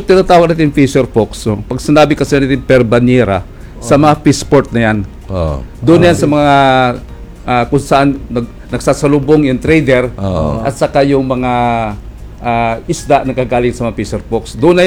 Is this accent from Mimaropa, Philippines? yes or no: no; Bantayan Island, Central Visayas, Philippines; sa amin sa Bantayan Island.